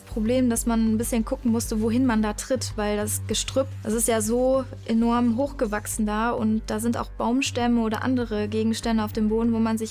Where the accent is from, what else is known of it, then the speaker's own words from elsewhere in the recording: Duisburg, North Rhine-Westphalia, Germany; Ich komme aus Duisburg